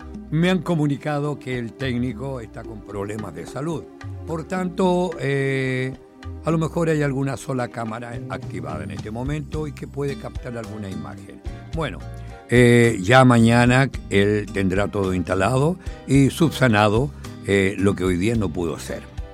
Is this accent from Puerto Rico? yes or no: no; Chile